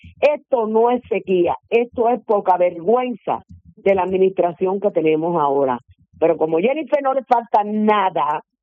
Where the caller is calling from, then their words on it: Puerto Rico; Mi zona es Villamar.